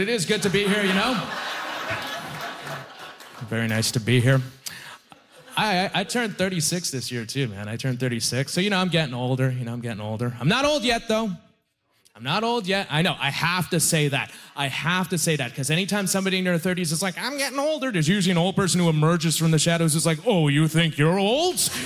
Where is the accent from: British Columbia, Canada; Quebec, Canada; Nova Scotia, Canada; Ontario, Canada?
Nova Scotia, Canada; Halifax; But I grew up here my whole life in Nova Scotia. Halifax, Nova Scotia. I grew up in Halifax, Nova Scotia. I grew up here my whole life.